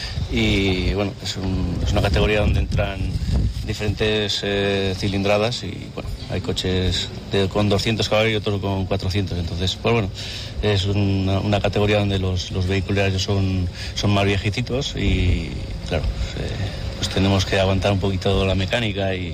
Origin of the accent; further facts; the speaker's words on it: Teruel, Aragon, Spain; Soy de aquí de Teruel